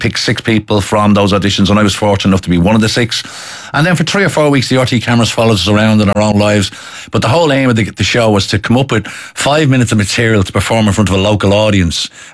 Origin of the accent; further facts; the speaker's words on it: Dublin, Leinster, Ireland; Maybe I grew up in Finglas and Ballymun, so you know I'm surrounded by characters like that all the time.